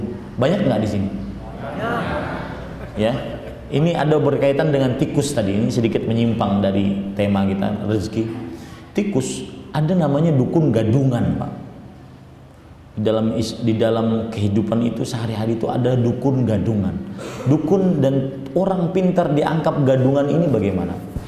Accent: Indonesia; moved away as an adult; also born or lived in Dammam, Saudi Arabia; Saya dari Indonesia

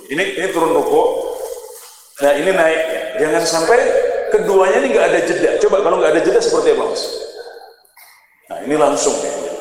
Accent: Klaten, Central Java, Indonesia; kalau saya karena di Jawa Tengah, kalau di daerah saya di Klaten dulu, kami pesolatan waktu kecil diajarinya

